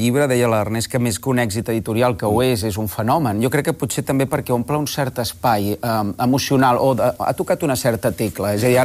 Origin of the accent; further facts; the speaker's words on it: Catalonia, Spain; born there; first language Spanish; Catalan is a second language; Ara nosaltres som catalanoparlants, tot i que la meva llengua materna era